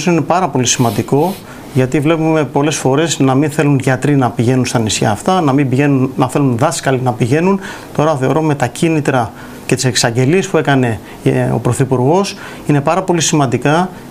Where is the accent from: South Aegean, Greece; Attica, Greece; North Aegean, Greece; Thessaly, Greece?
South Aegean, Greece; Rhodes; Είμαι από τη Ρόδο